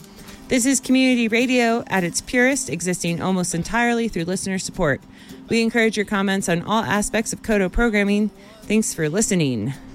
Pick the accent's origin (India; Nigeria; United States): United States; New Jersey; also born or lived in Georgia; I grew up in Jersey and I lived in Georgia, so I get it.